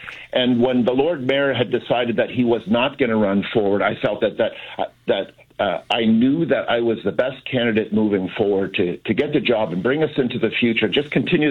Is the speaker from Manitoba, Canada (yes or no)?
no; Niagara-on-the-Lake, Ontario, Canada; I grew up in Niagara-on-the-Lake, and my family's here, and we're part of the fabric of the town.